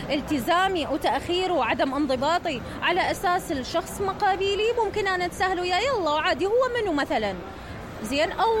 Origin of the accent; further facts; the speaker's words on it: Iraq; احنا كعراقيين كمجتمع عراقي